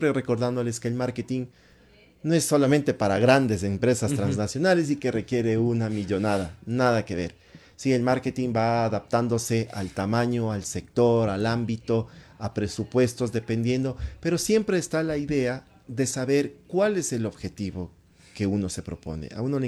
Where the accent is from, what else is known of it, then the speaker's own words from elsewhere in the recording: Ecuador; nosotros como ecuatorianos tenemos acá